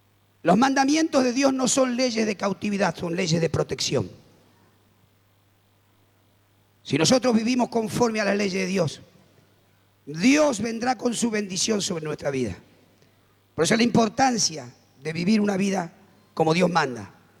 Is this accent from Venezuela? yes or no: no; Argentina; nos olvidamos como argentinos